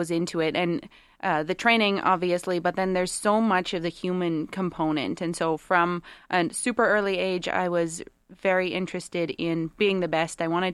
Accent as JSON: {"language": "English", "town": "Sherwood Park", "region": "Alberta", "country": "Canada", "tie": "born or raised there", "said": "So I grew up in Sherwood Park, and from a very early age, I started doing dog agility."}